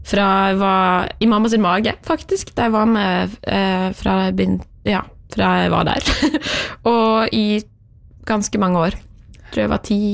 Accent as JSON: {"language": "Norwegian", "region": "Møre og Romsdal", "country": "Norway", "tie": "born or raised there", "said": "jeg har vokst opp på Skøye"}